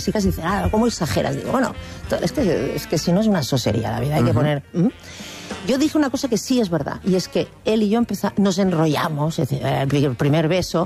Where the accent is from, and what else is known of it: Catalonia, Spain